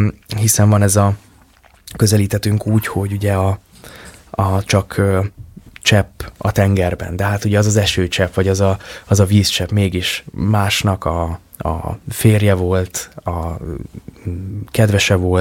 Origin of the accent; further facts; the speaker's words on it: Sopron, Győr-Moson-Sopron, Hungary; én soproni vagyok